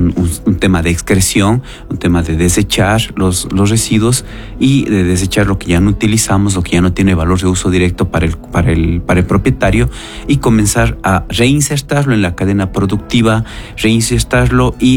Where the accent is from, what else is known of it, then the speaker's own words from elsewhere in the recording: Cuenca, Azuay, Ecuador; ya que soy cuencano